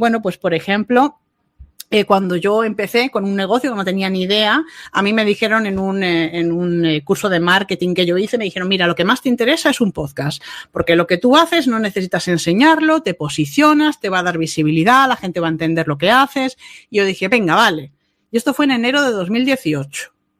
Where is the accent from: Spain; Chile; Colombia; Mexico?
Spain; Málaga, Andalusia; also born or lived in Bilbao; Pero es que luego yo vivo en Málaga y yo me he criado aquí, pero yo vengo de Bilbao.